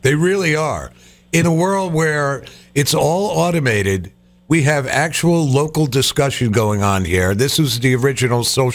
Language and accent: English; New York City, New York, United States; also born or lived in Hartford, Connecticut; now in Vermont, United States; I'm from Brooklyn, New York